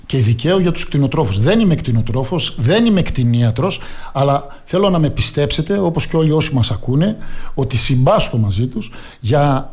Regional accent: Greece; εμείς τώρα ευχόμαστε σαν Έλληνες πατριώτες

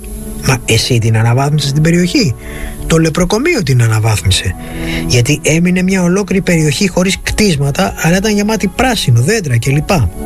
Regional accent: Mandra, Greece; στο χωριό μου στη Μάντρα

